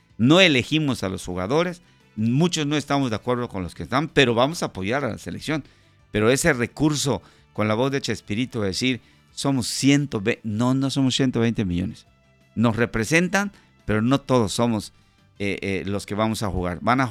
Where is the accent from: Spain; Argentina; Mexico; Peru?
Mexico; es el Mundial de la FIFA, en donde los invitados somos los mexicanos